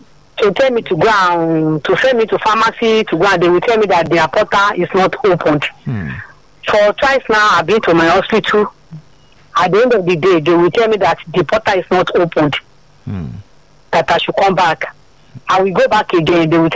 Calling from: Aburu, Nigeria; From Aburu.

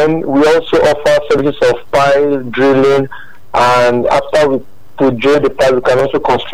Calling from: Ajuwon, Ogun, Nigeria; I'm calling from Ajuwon. Akute area.

